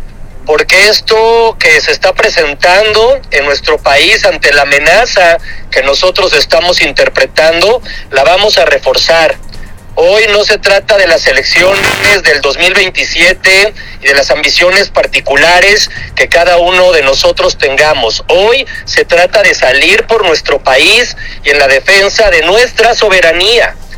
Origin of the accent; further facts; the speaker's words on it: Puebla, Mexico; Pero yo te lo digo como poblano y como poblano que puede ver a todo mundo a los ojos